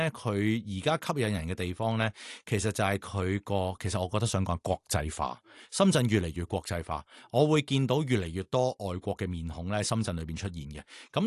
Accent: Hong Kong; 我哋香港人

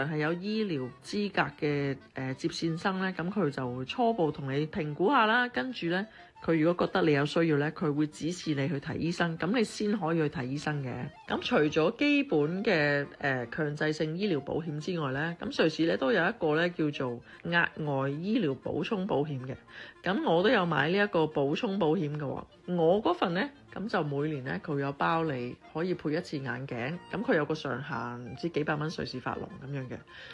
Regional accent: Hong Kong

